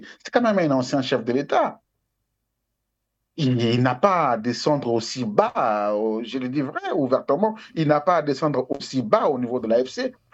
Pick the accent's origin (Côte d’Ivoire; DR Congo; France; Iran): DR Congo; also born or lived in Sankuru / Eastern DR Congo; je suis un Congolais. Je suis une partie du Sankuru et une partie de l'Est du pays. Je suis de là et de l'autre côté un peu swahili. Je suis un Congolais